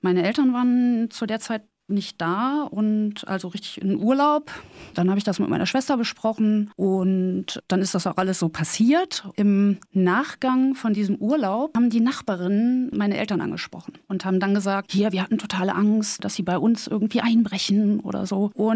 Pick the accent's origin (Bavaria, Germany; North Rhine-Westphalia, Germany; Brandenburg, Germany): North Rhine-Westphalia, Germany; born or raised there